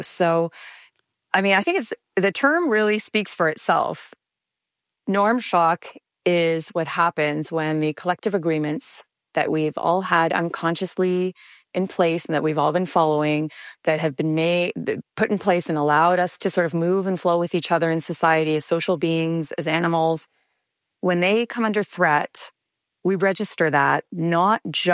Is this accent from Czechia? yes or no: no; Canada; I'm a Canadian